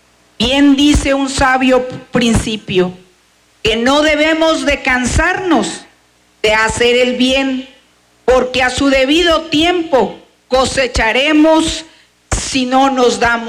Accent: San Cristóbal de las Casas, Chiapas, Mexico

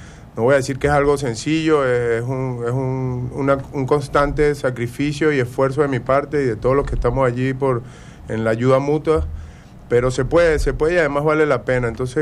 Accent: Venezuela; now in Tabasco, Mexico; yo soy de Venezuela y por circunstancias de la vida terminé aquí en Tabasco

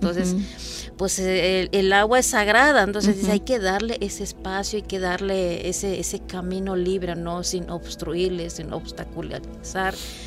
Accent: Palmital, Veracruz, Mexico; Entonces, yo soy de Palmital, pertenece

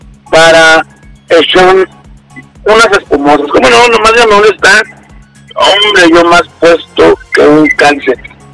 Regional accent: Mexico; se siente que los mexicanos somos firmes, somos leales, somos trabajadores, somos mexicanos.

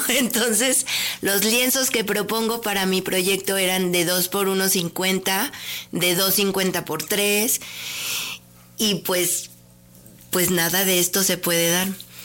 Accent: Aguascalientes, Mexico; con lo que yo vivo en mi entorno, en mi país, con lo que yo he crecido plásticamente en Aguascalientes

